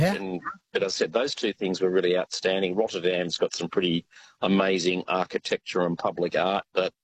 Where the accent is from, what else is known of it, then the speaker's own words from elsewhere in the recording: Geelong, Victoria, Australia; I'm originally from Geelong and with the Shell Order of Farming. There's quite a big Dutch community where I grew up